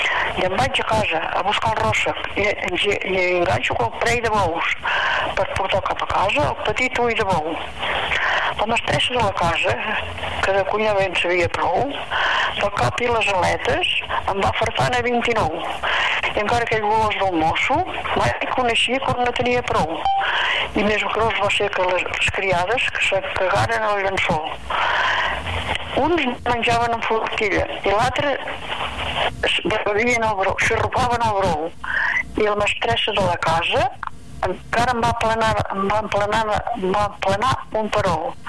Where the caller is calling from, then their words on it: Santa Pau, Catalonia, Spain; de Santa Pau, que és ben dit del veïnat dels Arts, que en diuen el veïnat dels Arts perquè tenim el santuari de la Mare de Déu dels Arts